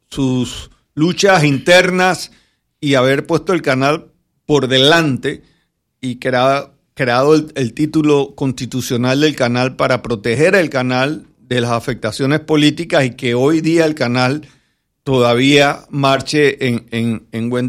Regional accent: Panama; nosotros como panameños

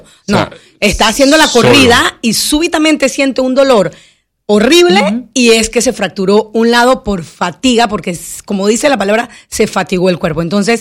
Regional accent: Penonomé, Coclé, Panama; orgullosamente Castalia y yo somos del mismo barrio de Penonomía.

